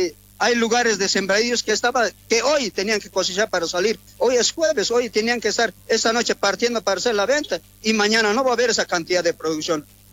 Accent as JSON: {"language": "Spanish", "town": "Luribay", "region": "La Paz", "country": "Bolivia", "said": "yo vengo desde el municipio de Luribay, yo soy una familia de las familias regantes, de pequeños productores a nivel nacional de Bolivia."}